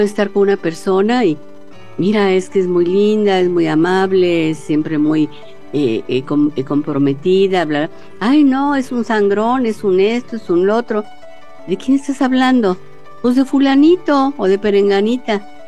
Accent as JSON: {"language": "Spanish", "country": "Mexico", "said": "somos mexicanos"}